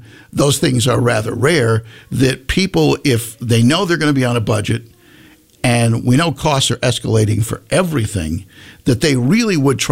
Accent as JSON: {"language": "English", "region": "Connecticut", "country": "United States", "tie": "born or raised there", "also_born_or_lived": "Maryland", "moved": "yes", "lives_now": "Virginia, United States", "said": "where I grew up in Connecticut, you did not have counties, so to speak. You had areas, but they all kind of blended together. And then I lived in Maryland"}